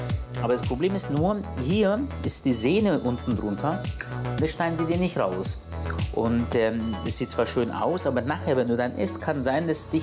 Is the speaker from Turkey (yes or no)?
yes; Turkey; Ja, ich bin Türke, Knoblauch geht bei mir.